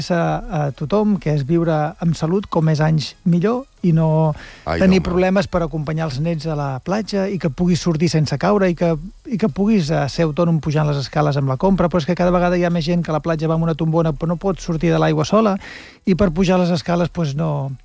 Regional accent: Les Preses, Catalonia, Spain

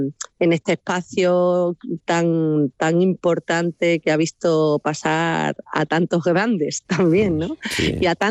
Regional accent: Cáceres, Extremadura, Spain; Cacereña de pura cepa, sí.

